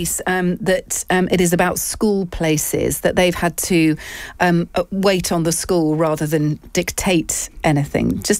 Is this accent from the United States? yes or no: no; South West England, United Kingdom; I'm actually from the Cotswolds, so I am allowed to say all that.